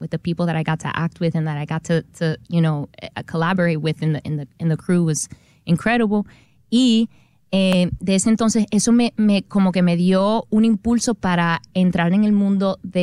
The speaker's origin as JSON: {"language": "Spanish", "country": "Dominican Republic", "said": "Como buena dominicana, eso mismo."}